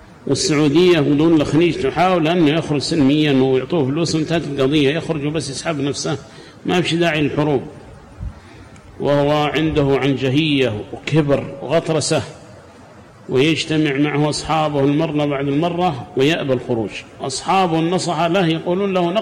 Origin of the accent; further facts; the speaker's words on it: Yemen